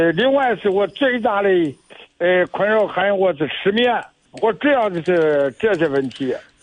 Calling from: Luoyang, Henan, China; 我是在河南洛阳的。

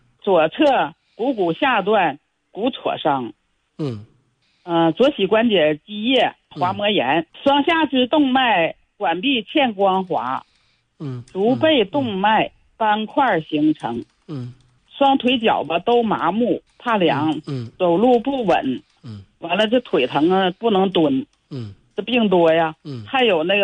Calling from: Changchun, Jilin, China; 难得，我是长春的。

